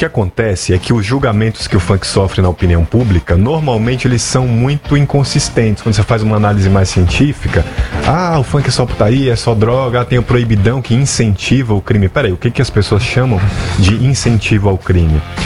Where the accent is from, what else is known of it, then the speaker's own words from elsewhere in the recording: Bahia, Brazil; Na verdade, eu sou baiano.